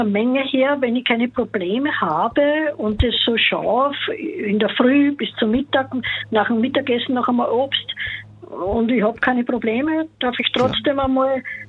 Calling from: Lower Austria, Austria; ich komme aus Niederösterreich

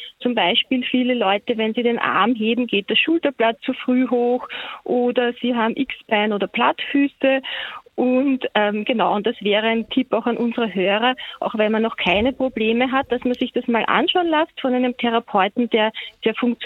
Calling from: Mödling, Lower Austria, Austria; ich bin aus Mödling in Niederösterreich.

